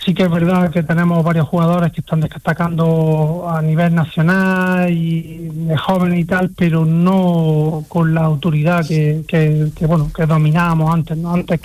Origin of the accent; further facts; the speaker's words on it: Granada, Andalusia, Spain; lo digo ya como jugador, como granadino y como todo